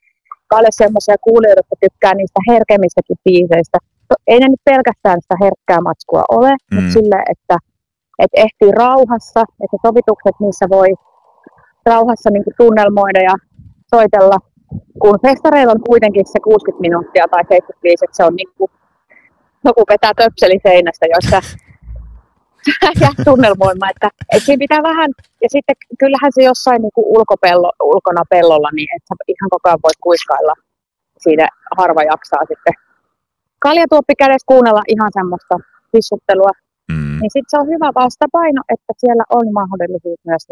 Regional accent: Oulu, North Ostrobothnia, Finland; born there; moved away; also born or lived in Kärsämäki; Mä olen syntynyt Oulussa.

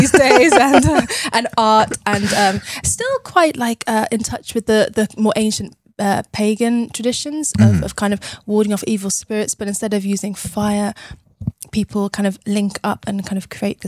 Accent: South West England, United Kingdom; Growing up in Cornwall, midsummer was quite a magical time of year.

